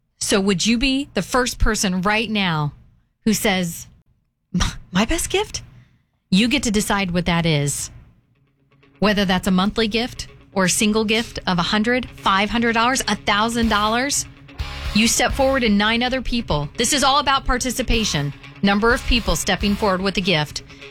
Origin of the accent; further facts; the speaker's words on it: Missouri, United States; I'm originally from Missouri.